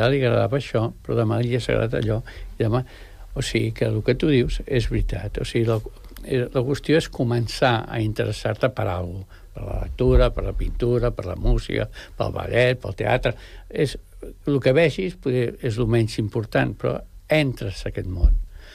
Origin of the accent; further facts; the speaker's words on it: El Masnou, Catalonia, Spain; I hi ha un pintor del Masnou, que és el meu poble, que és en Villar.